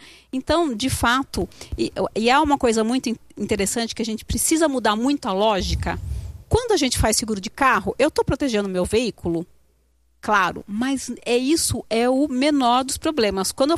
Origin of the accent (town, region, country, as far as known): Brazil